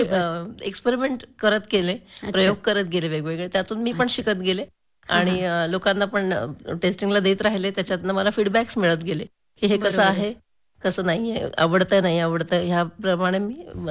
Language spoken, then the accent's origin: Marathi; Talegaon, Maharashtra, India; moved away as an adult; माझं माहेर तळेगावचं आहे, त्याच्यामुळे मी तळेगावहून पुण्याला कॉलेजला जायचंय.